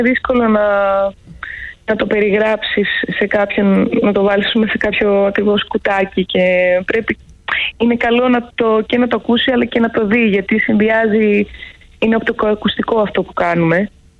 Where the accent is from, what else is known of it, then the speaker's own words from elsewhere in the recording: Thessaloniki, Central Macedonia, Greece; moved away as an adult; now in Athens, Greece; μεγάλωσα, γεννήθηκα στη Θεσσαλονίκη.